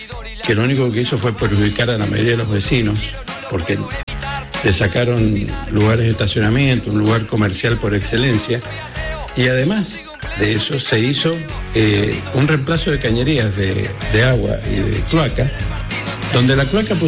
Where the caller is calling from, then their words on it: Guaymallén, Mendoza, Argentina; yo soy vecino de Caigo de Cruz de Guaymallén